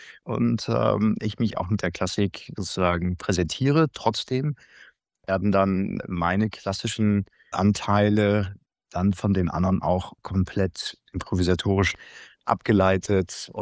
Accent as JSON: {"language": "German", "region": "Hamburg", "country": "Germany", "said": "Also ich komme eh aus Hamburg"}